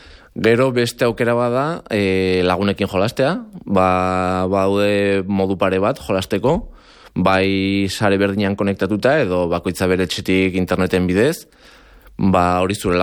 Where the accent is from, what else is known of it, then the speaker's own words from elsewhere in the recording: Basque Country, Spain; Azkenean, bueno, ni euskalduna naiz